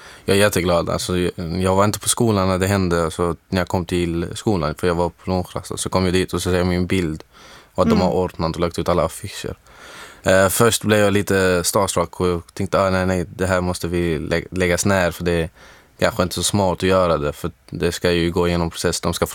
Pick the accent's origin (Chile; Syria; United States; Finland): Syria; now in Sweden; det här baseras på hur situationen är i mitt hemland i Syrien